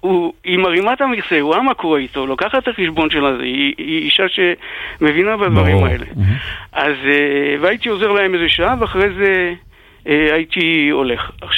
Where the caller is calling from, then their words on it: Jerusalem, Jerusalem District, Israel; אני מירושלים.